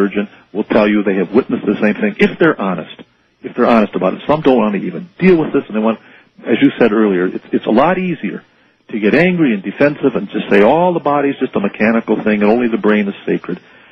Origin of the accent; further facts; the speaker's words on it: Hawaii, United States; And I know speaking now as a Hawaiian